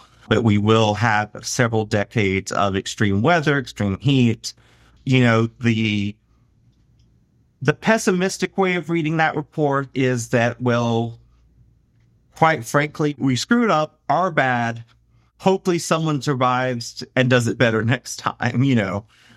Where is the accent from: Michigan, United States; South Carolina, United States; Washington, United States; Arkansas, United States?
South Carolina, United States; I'm from South Carolina. Growing up, other than Fugo, I can count on my hands the number of times Charleston probably flooded.